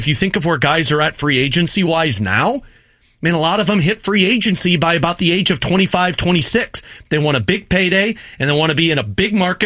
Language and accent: English; St. Louis, Missouri, United States; I'm born and bred in St. Louis, so like this is my hometown